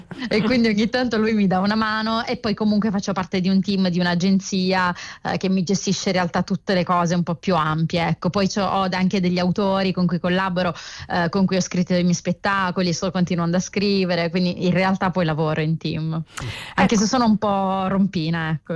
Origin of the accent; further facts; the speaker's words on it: Catania, Sicily, Italy; now in Milan, Italy; Allora, io sono siciliana, okay. Catania.